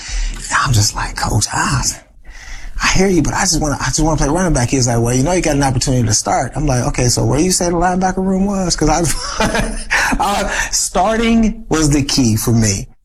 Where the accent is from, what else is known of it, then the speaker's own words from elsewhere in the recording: Cleveland, Ohio, United States; I grew up in Cleveland, Ohio, and most of my life I lived in the rougher parts. And, you know, I was the youngest of six